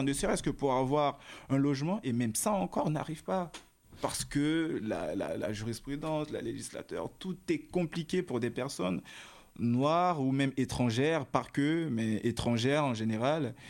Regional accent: Côte d’Ivoire; C'est de voir que chez moi, en Côte d'Ivoire

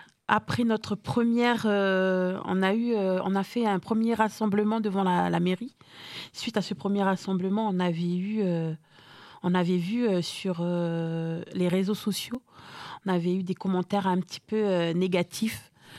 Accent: New Caledonia; now in Brest, France; Il y a eu une grosse solidarité en fait autour de nous Calédoniens qui sommes ici à Brest.

